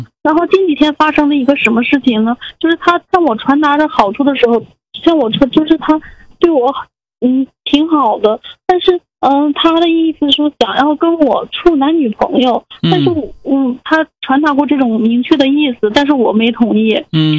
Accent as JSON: {"language": "Chinese", "town": "Changchun", "region": "Jilin", "country": "China", "moved": "as an adult", "lives_now": "Hangzhou, China", "said": "我家是东北的，我是吉林长春人，我今年26岁。这今年从我从东北到从吉林长春到杭州来找的来工作的。"}